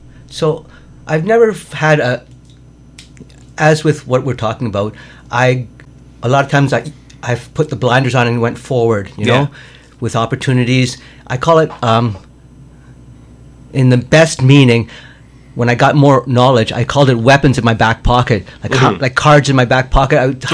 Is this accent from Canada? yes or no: yes; Hamilton, Ontario, Canada; also born or lived in Toronto; Growing up in Hamilton, you know, by the time I was 18